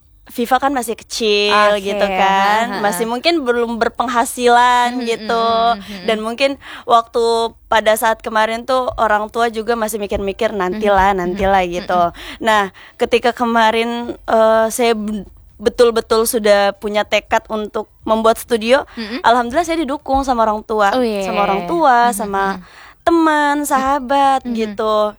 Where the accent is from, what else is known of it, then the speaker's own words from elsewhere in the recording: Makassar, South Sulawesi, Indonesia; karena kebetulan saya orang Makassar.